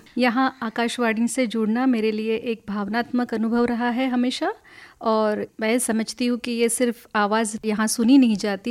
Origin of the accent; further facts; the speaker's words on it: Nagpur, Maharashtra, India; born there; मैं जहाँ पैदा हुई थी नागपुर में, मतलब मैं बहुत ही सामान्य गरीब परिवार में पैदा हुई थी